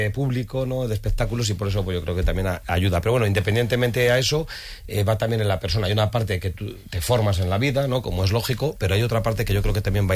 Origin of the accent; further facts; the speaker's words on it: Romancos, Castilla-La Mancha, Spain; haber sido el alcalde de mi pueblo, que es Romancos